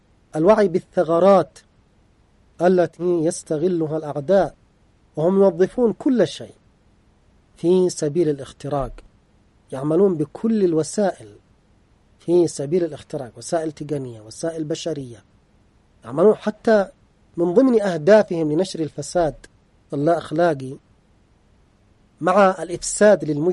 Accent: Yemen; عندنا في اليمن

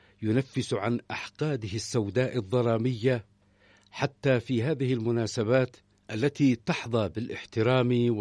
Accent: Yemen; هذا هو إذن العيد كما نعيشه كيمنيين وكعرب وكمسلمين

